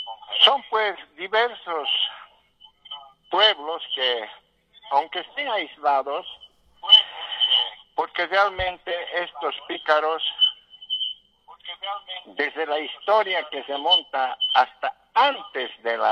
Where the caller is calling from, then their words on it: Cochabamba, Bolivia; todos los que somos del Chapare.